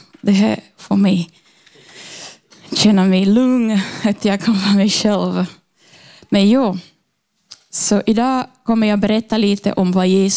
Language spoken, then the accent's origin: Swedish; Brazil; born or raised there; now in Finland